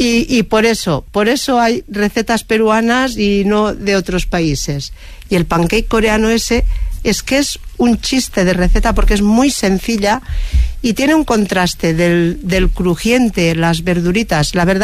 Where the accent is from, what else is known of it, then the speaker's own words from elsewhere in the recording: Lleida, Catalonia, Spain; Y yo soy de Lleida